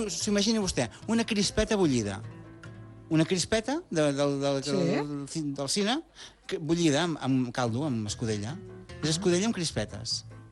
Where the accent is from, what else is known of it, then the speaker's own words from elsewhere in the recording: Gironella, Catalonia, Spain; al meu poble, a Gironella